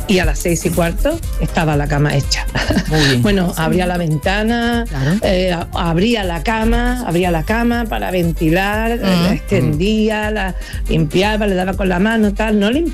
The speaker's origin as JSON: {"language": "Spanish", "town": "Málaga", "region": "Andalusia", "country": "Spain"}